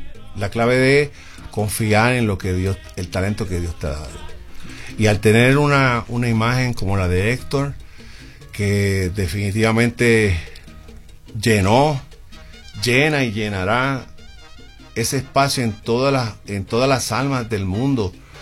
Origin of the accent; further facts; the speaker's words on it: San Juan, Puerto Rico; born there; yo nacido en el barrio Buen Consejo de Río Piedras en Puerto Rico.